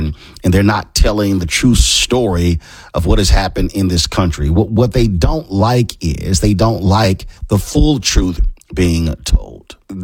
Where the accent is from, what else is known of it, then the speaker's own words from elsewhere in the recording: Texas, United States; Look, I am from Texas. And Texas mandates seventh grade Texas history.